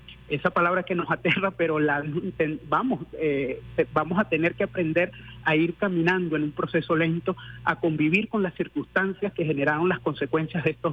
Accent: Venezuela; Nosotros no somos los mismos, los mismos venezolanos de antes de la crisis del año 16

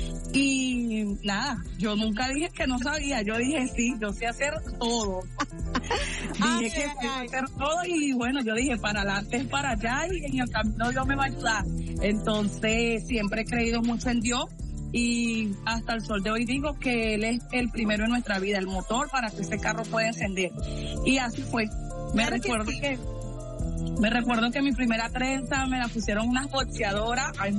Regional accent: Caracas, Capital District, Venezuela; Yo soy de Caracas, tengo familia de Higuerote, raíces negras.

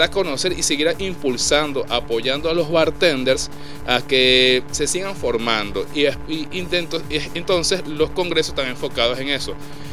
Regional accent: Venezuela

